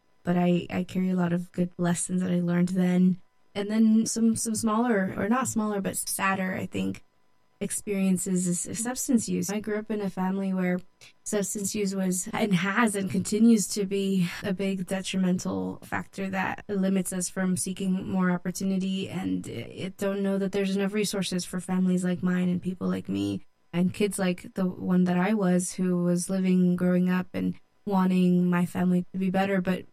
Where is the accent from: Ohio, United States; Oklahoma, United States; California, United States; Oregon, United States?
California, United States; Modesto; also born or lived in Mexico; I grew up here in Modesto, but I am a product of immigrant farm workers. I grew up after we moved from Mexico here in Modesto since the age of 6, and I had all of my education here.